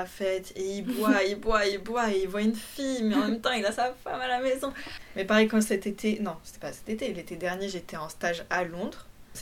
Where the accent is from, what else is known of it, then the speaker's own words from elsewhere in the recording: Poland; Et là, j'ai pris la musique polonaise parce que du coup je suis polonaise, et en fait je parle pas très bien polonais aussi